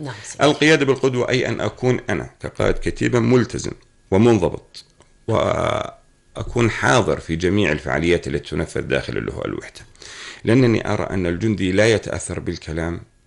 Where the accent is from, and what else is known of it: Jordan